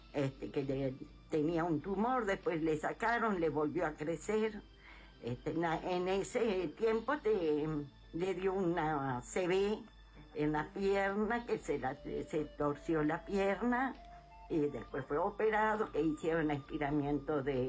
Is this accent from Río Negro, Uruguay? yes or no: yes; Fray Bentos, Río Negro, Uruguay; Sí, somos de acá de Fray Bento.